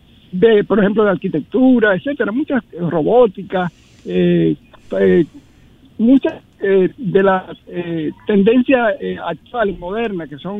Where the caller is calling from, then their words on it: Dominican Republic